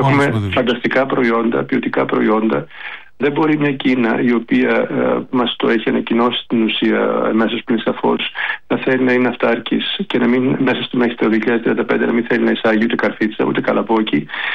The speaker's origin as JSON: {"language": "Greek", "town": "Thessaloniki", "region": "Central Macedonia", "country": "Greece", "tie": "born or raised there"}